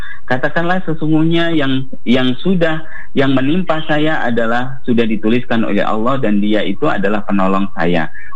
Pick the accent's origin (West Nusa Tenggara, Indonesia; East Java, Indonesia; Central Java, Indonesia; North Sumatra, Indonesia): East Java, Indonesia; Kediri; Kita orang Kediri belum tentu meninggal di Kediri.